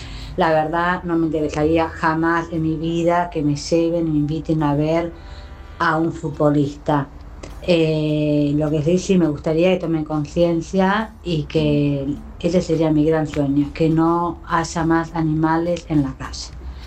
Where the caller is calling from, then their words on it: Buenos Aires, Argentina; Soy de Caballito